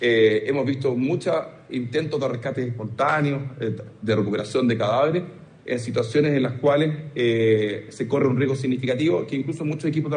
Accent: Chile; ya que soy chileno

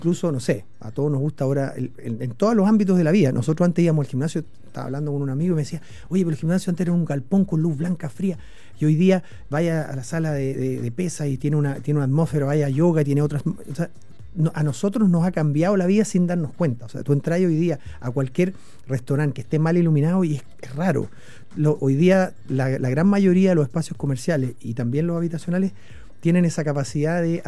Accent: Chile; Nosotros como chilenos en general

